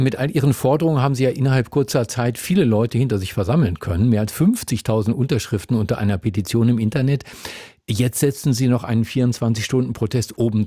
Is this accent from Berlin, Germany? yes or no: yes; Berlin, Germany; weil ich komme ja aus Berlin